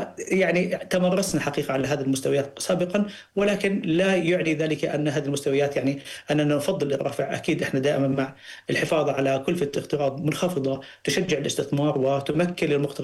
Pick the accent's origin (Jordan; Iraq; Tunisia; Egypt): Jordan; احنا عندنا في الاردن